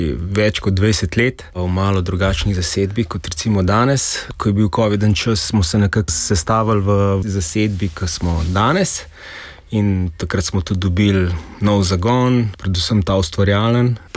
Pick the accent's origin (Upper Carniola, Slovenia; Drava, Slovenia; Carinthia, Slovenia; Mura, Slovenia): Upper Carniola, Slovenia; Hrastnica valley; Tako jaz kot naš bobnar sva oba dva doma iz doline Hrastnice.